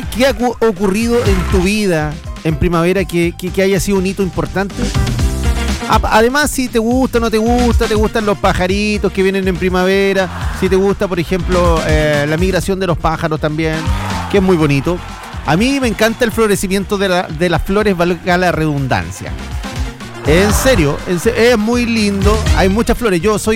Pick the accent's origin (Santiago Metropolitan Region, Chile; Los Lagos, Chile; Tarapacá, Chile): Los Lagos, Chile; Correntoso; Camino a mi tierra natal de Correntoso, ahí pasadito Polinca, llegando a Correntoso